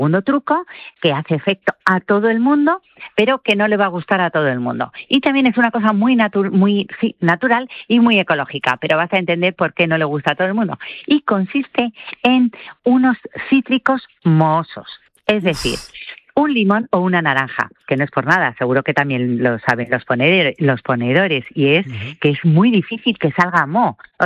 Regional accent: Spain; De la Vera, por supuesto que para eso somos españoles y vamos a tirar a nuestra tierra.

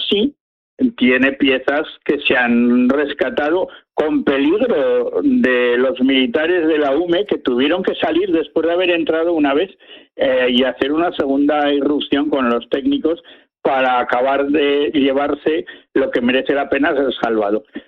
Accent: Aragon, Spain; No solo por ser aragonés

